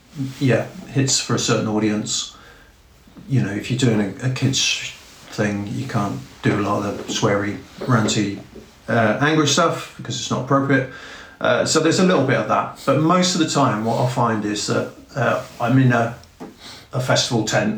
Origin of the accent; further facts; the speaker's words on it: Taunton, South West England, United Kingdom; born there; I was born in Taunton.